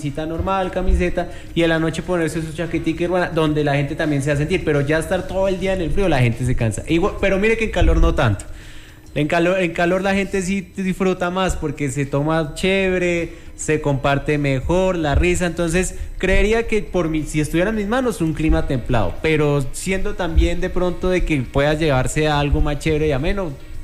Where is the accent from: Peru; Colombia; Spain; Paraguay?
Colombia; Miraflores, Boyacá; born there; Miraflores, Boyacá, mi pueblo querido, mi pueblo hermoso.